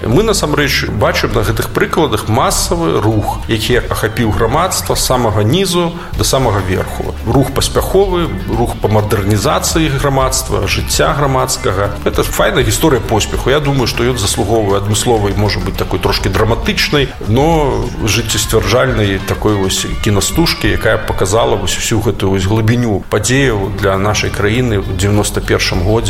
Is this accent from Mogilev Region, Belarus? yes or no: yes; Slawharad, Mogilev Region, Belarus; born or raised there